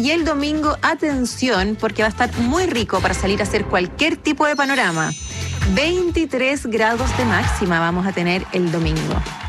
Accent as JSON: {"language": "Spanish", "town": "Calera de Tango", "region": "Santiago Metropolitan Region", "country": "Chile", "tie": "born or raised there", "said": "Oh, en mi querida comuna, nacida y criada en Canera de Tango."}